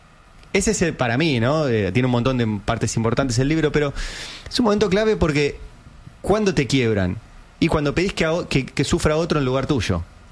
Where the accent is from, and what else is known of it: Buenos Aires, Argentina